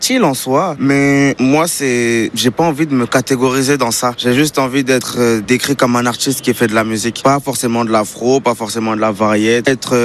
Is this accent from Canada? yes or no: no; Kinshasa, DR Congo; now in Sevran, France; Comme je le dis souvent, en tant que Congolais, bah, on est avec cette passion pour la musique ou pour le foot. Bah, moi c'est la musique que j'ai choisie. Et je suis arrivé de Kinshasa, j'ai habité à Sevran.